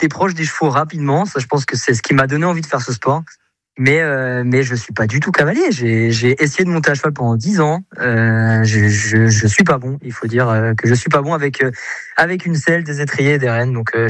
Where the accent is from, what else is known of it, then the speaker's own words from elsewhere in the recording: Saint-Hilaire-Bonneval, Nouvelle-Aquitaine, France; also born or lived in Lille / Le Mans; now in Saumur, France; Exactement, Saint-Hilaire-Bonneval, je suis né à Lille, j'ai grandi à Saint-Hilaire-Bonneval, et puis je me suis déplacé pour le sport au Mans, où je suis resté quelques années, et maintenant je suis à Saumur